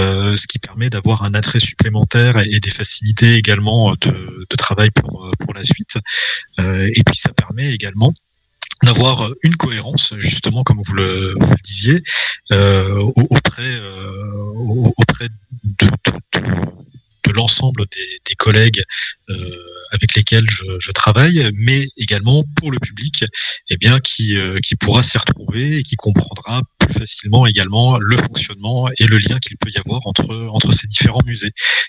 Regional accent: Grand Est, France; moved away as an adult; now in Quimper, France; d'avoir une expérience hors du Grand Est, puisque je suis originaire de là-bas et que j'ai surtout exercé dans cette région-là

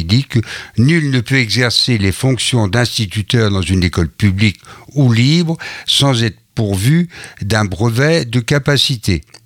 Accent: Inzinzac-Lochrist, Brittany, France; je suis originaire de Le Christ Azazac moi-même.

